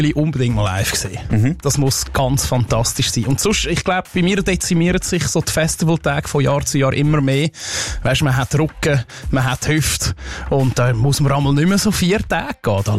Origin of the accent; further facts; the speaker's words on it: Zurich, Switzerland; ich bin schon recht oft gefrontet worden so für meine Zürchernes.